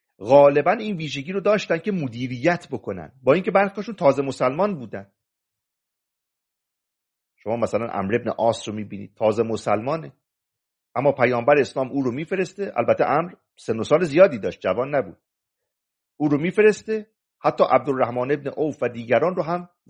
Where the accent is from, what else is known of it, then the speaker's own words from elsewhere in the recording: Mazandaran, Iran; من مازندرانی میتوانم با یک شیرازی، با یک نفر لور، با یک نفر ترک، با یک نفر بلوچ بریم آموزش ببینیم